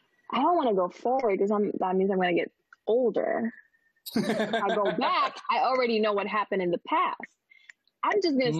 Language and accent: English; Philippines; you know, how is it like growing up in the Philippines, being a Black girl, being different? You know, I was like, it was hard.